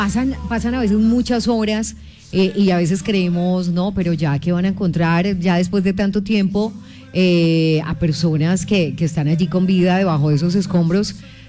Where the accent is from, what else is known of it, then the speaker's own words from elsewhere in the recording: Eje Cafetero, Colombia; somos los habitantes del Eje Cafetero.